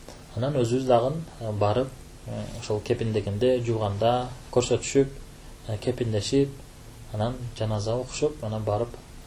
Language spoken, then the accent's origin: Kyrgyz; Karabak, Batken Region, Kyrgyzstan; Карабак деген айылдан болом.